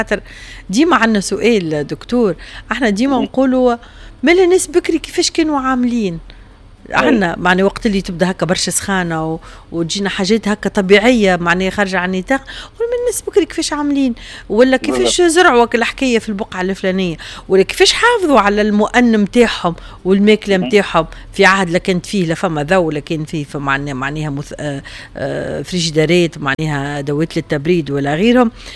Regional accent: Tunisia

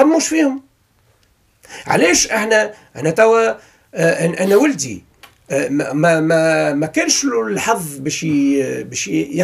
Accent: Tunisia; وبالتالي احنا ما احناش احنا كلنا ولاد تونس

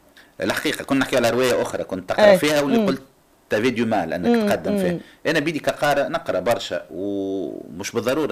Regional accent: Tunisia; واحنا شعب تونسي

